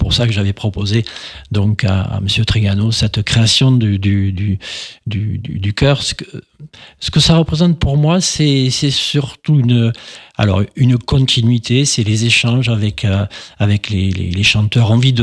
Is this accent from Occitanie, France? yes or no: yes; Mazères, Occitanie, France; Et puis, je suis originaire de Mazères également.